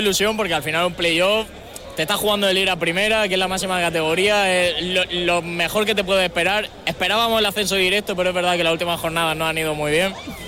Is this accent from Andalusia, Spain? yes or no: yes; Almería, Andalusia, Spain; now in Valencia, Spain; No, bueno, yo soy de Almería, pero viajo desde Valencia porque vivo allí. Pero sí, soy de Almería.